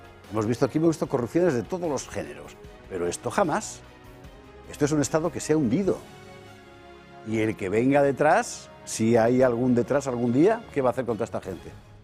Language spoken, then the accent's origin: Spanish; Madrid, Community of Madrid, Spain; me crié en Aluche, o sea, que está pegado.